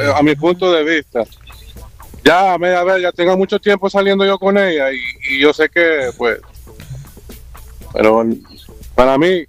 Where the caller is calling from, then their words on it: El Salvador; Soy salvadoreño